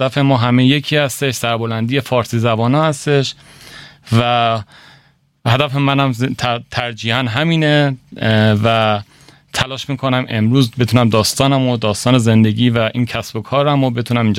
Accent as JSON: {"language": "German", "country": "Iran", "moved": "yes", "lives_now": "Germany", "said": "Ich komme ursprünglich aus dem Iran und lebe seit einigen Jahren in Deutschland."}